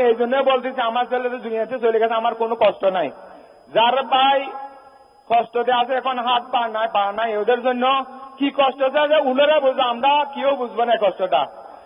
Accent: Chakaria, Chittagong Division, Bangladesh; born there; আমার বাড়ি চট্টগ্রাম কক্সবাজার চকরিয়া পেপুয়া। বাংলাদেশের স্বরাষ্ট্রমন্ত্রী মাননীয় সালাউদ্দিন আহমদের বাড়ির পাশে, আমার বাড়ি একদম কাছাকাছি।

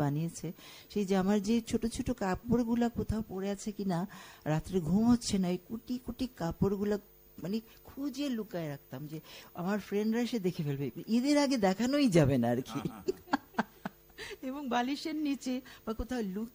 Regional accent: Dhaka, Dhaka Division, Bangladesh; আমরা ইস্কাটন গার্ডেন কলোনিতে মানুষ হয়েছি

